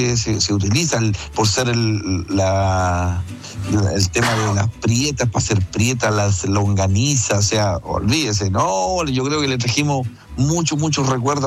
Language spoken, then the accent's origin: Spanish; Villa Alegre, Maule, Chile; moved away; also born or lived in Santiago; me vine de la zona de Villa Alegre a estudiar a Santiago